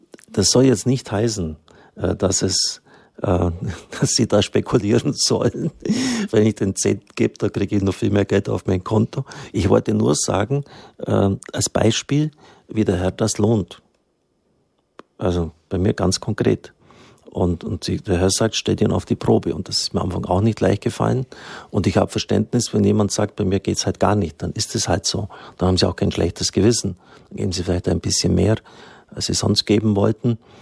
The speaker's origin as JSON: {"language": "German", "region": "Swabia", "country": "Germany", "said": "bin ja auch ein Schwabe"}